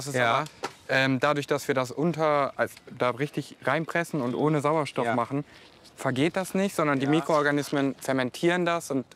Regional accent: Hanover, Lower Saxony, Germany; also born or lived in Düsseldorf; Das hilft auf mich auf jeden Fall zu. Ich komme eigentlich aus Hannover.

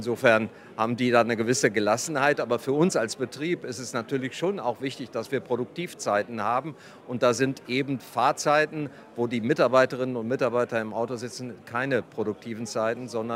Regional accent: Hamm, North Rhine-Westphalia, Germany; ich komme selber aus Hamm

